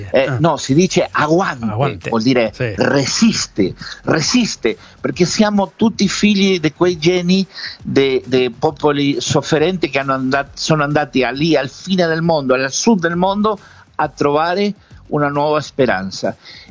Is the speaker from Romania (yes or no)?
no; Argentina; sono argentino della cuna fino alla tomba, della cuna al cajón, por Malvinas, por el Diego e per la ultima de Leo. Argentina voglio vederti